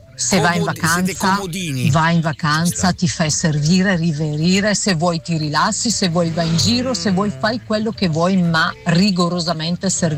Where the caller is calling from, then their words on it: Flero, Lombardy, Italy; da Flero.